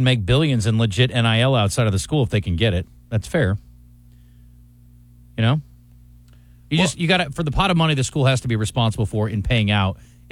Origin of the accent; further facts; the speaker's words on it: Des Moines, Iowa, United States; Drake was in Des Moines. I grew up in Des Moines. I rooted for Drake.